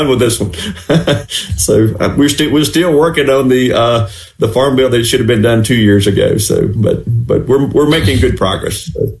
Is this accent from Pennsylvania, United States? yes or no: no; Greenville, Mississippi, United States; And just like he, I grew up in Greenville and hunted and fished on Lake Ferguson too.